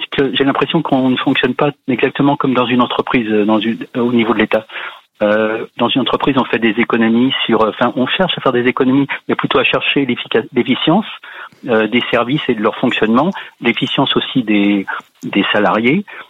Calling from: Honfleur, Normandy, France; J'habite du côté de Honfleur.

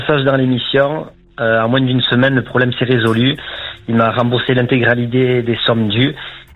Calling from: Hendaye, Nouvelle-Aquitaine, France

